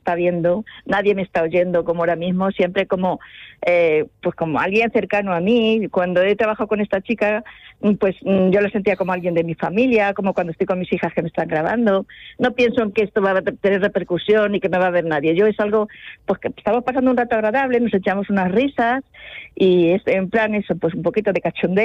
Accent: Manzanares, Spain; ya no estoy en París, soy de España

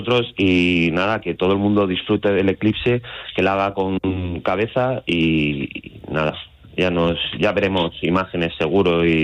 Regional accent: Community of Madrid, Spain; now in Alcalá del Júcar, Spain; soy un madrileño que viene a Castilla-La Mancha

